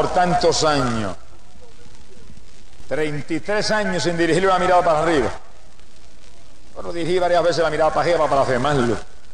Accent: Camuy, Puerto Rico

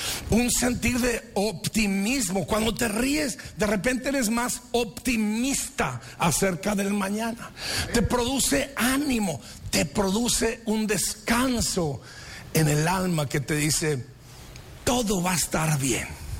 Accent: Mexico; now in Anaheim, United States; los que somos mexicanos aquí

